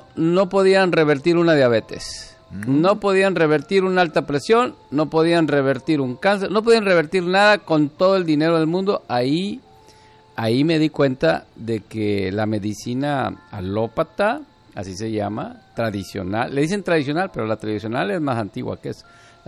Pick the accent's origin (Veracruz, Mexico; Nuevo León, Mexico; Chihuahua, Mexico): Nuevo León, Mexico; Cerralvo; Yo soy de Cerralbo, Nuevo León, la cuna del estado de Nuevo León